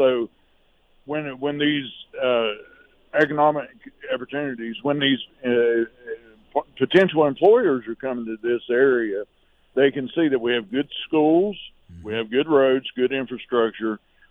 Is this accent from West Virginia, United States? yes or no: yes; Summers County, West Virginia, United States; I grew up in Summers County. I had a good education in Hinton High School